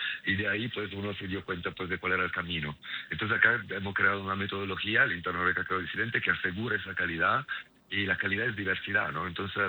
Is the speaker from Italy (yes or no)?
yes; Italy; accent: Italian; Spanish is a second language; now in Colombia; pues por el acento, ¿no? Soy italiano